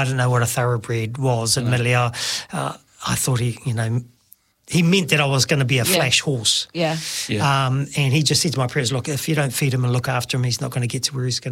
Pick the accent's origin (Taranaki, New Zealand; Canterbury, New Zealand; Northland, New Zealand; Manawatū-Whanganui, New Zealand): Manawatū-Whanganui, New Zealand; Palmerston North; I was born and bred here in Palmerston North in the Manawatū. My parents were young parents. And so they had five boys.